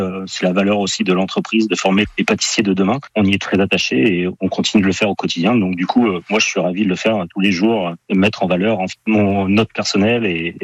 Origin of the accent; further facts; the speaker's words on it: Bourgogne-Franche-Comté, France; moved away as an adult; now in Rennes, France; je suis originaire de Bourgogne, où j'ai fait tout mon apprentissage.